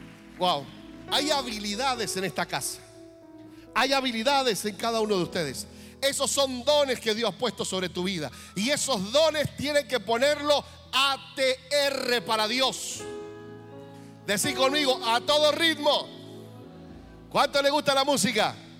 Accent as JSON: {"language": "Spanish", "region": "Mendoza", "country": "Argentina", "tie": "born there", "said": "soy mendocino porque nací en Mendoza."}